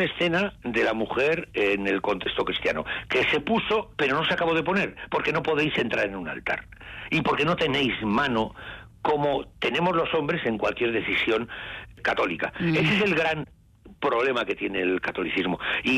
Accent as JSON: {"language": "Spanish", "town": "Orozco", "region": "Basque Country", "country": "Spain", "tie": "born or raised there", "said": "Este ejemplo que os he puesto de las monjas mercedarias de Orozco, de mi pueblo, es el ejemplo con el que quiero quedarme."}